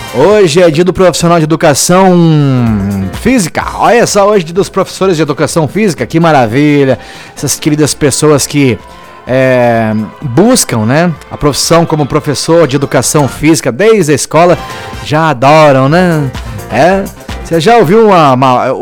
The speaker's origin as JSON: {"language": "Portuguese", "country": "Brazil", "said": "a gente é brasileiro e não desiste nunca"}